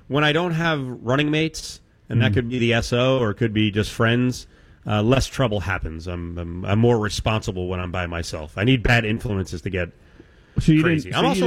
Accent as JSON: {"language": "English", "region": "New Jersey", "country": "United States", "tie": "born or raised there", "moved": "yes", "lives_now": "Las Vegas, United States", "said": "I am spending a little time back in my home state of New Jersey down by the Jersey Shore."}